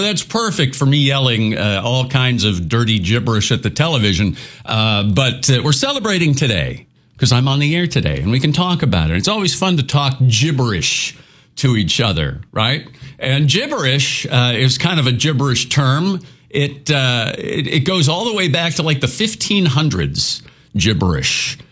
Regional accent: Minneapolis, Minnesota, United States; now in Eastern Iowa, United States; I grew up in Minneapolis, so I have to be a Vikings fan.

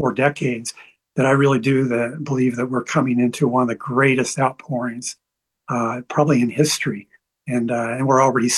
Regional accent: Indiana, United States; And we have two kids. One lives on the West Coast and one lives here in Indiana, where I'm from.

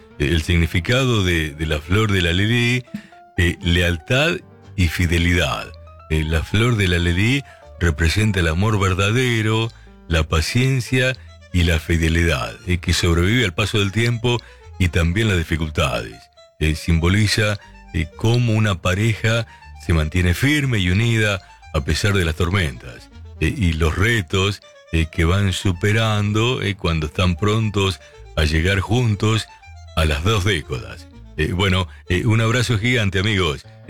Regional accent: Villa de Mayo, Buenos Aires Province, Argentina; escuchándote desde mi trabajo de vigilancia en Escobar, aunque yo soy de Villa de Mayo.

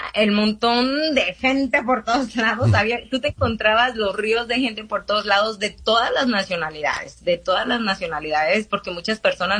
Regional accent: Mexico; Nosotros amamos a los colombianos y ustedes saben, nosotros como mexicanos amamos los colombianos

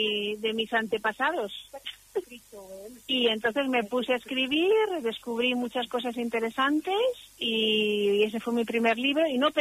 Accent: Zaragoza, Aragon, Spain; moved away as an adult; now in Madrid, Spain; Bueno, yo soy de Zaragoza y vine aquí por trabajo, por lo mismo que la protagonista de mi libro, y llevo aquí ya 50 años viviendo, o sea, mucho tiempo.

